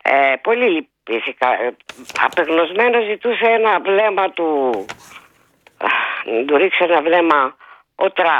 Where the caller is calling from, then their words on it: Greece; ως Ελληνίδα